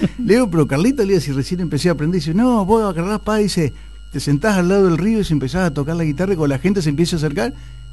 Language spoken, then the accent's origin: Spanish; General Villegas, Buenos Aires Province, Argentina; born there; moved away; la idiosincrasia de General Villegas, ¿no? De mi lugar en el mundo.